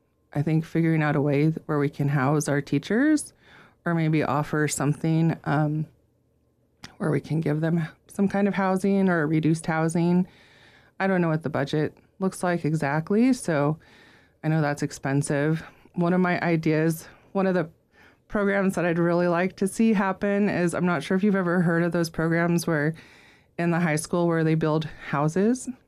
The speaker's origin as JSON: {"language": "English", "town": "Haines", "region": "Alaska", "country": "United States", "tie": "born or raised there", "said": "Well, I'm originally from Haynes. I was born here at the clinic. And so I went through the school here, obviously."}